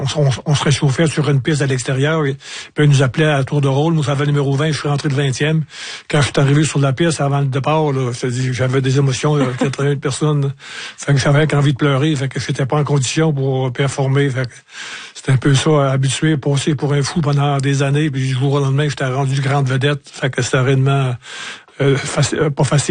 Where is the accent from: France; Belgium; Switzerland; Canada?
Canada; Montreal, Quebec; vu que c'était chez nous à Montréal